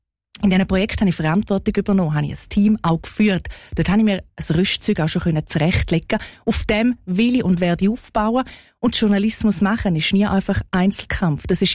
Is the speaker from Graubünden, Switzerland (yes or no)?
yes; Graubünden, Switzerland; moved away as an adult; now in Italy; Ich bin im Kanton Graubünden aufgewachsen.